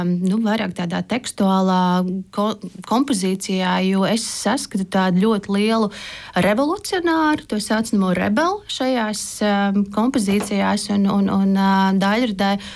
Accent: Courland, Latvia; tas tieši mazie un lepnie mani izvēle ir vairāk arī saistīta ar to, ka esmu kurzemniece.

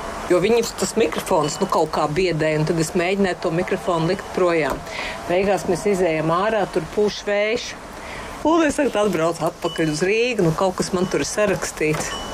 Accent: Riga, Latvia; Es nāku no Rīgas centra, mācījos 50. Vidusskolā.

